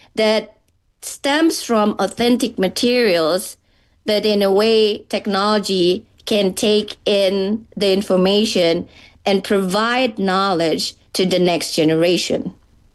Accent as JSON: {"language": "English", "country": "Indonesia", "moved": "as an adult", "lives_now": "Athens, Ohio, United States", "said": "I'm from Indonesia. And I'm your friendly Indonesian sister."}